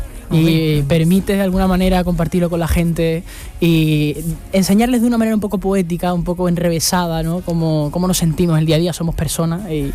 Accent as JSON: {"language": "Spanish", "region": "Andalusia", "country": "Spain", "said": "llevar Andalucía por bandera, ¿no? Pues eso es lo más bonito, sí. Claro, o sea, yo soy una persona muy de mi tierra"}